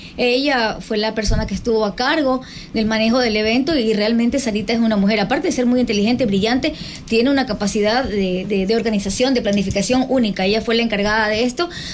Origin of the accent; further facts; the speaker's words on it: Ecuador; una portovejense que ama a su cantón. A mí Puerto Viejo me lo ha dado todo. Yo nací aquí, mi familia es de aquí. Aquí cursé mis estudios primarios, secundarios, universitarios.